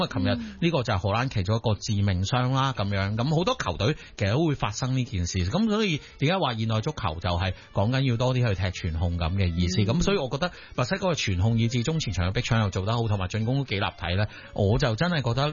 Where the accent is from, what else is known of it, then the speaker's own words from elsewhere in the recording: Hong Kong; 我哋香港人食开嗰种麻辣